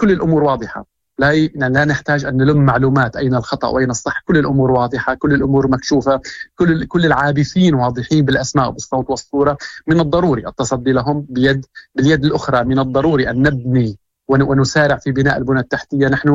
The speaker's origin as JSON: {"language": "Arabic", "country": "Syria", "said": "أنا كمواطن سوري"}